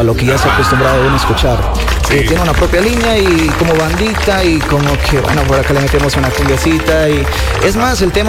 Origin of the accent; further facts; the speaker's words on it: Loja, Ecuador; also born or lived in Celica; Zapotillo